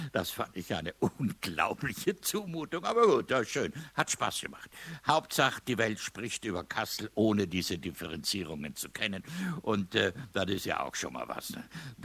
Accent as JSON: {"language": "German", "region": "Trentino-Alto Adige", "country": "Italy", "also_born_or_lived": "Rhineland", "moved": "yes", "lives_now": "Germany", "said": "Also das ist, also das sind wir Südtiroler, auch nicht weit weg davon. Also hier bin ich seit 59 Jahren, also nicht hier direkt, ne, sondern im Rheinland, und gelte als Rheinländer."}